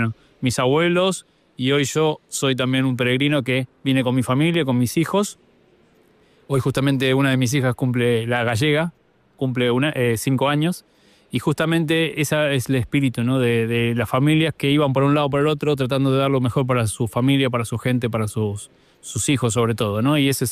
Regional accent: Mar del Plata, Buenos Aires Province, Argentina; born there; Soy nacido en Argentina, en Mar del Plata, una ciudad balnearia de costa. y soy nieto de gallegos.

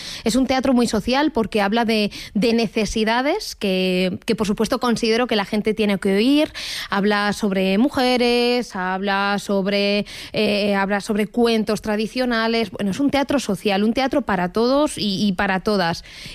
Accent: Ciudad Rodrigo, Castile and León, Spain; Soy de Ciudad Rodrigo, de Miróbriga, mirobrigense, Farinata, como me quieras llamar.

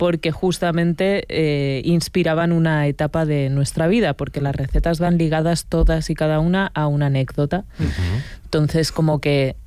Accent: Extremadura, Spain; Es que yo soy muy extremeña.

